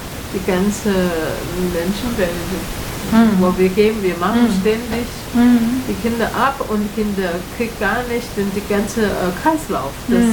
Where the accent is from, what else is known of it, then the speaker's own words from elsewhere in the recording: Taiwan; German is a second language; Und jetzt sehe ich, was Taiwan, ich komme aus Taiwan, und Taiwan, junge Leute, sag mal, durchschnittlich ab 20-Jährige, die sind alles in der Uni gegangen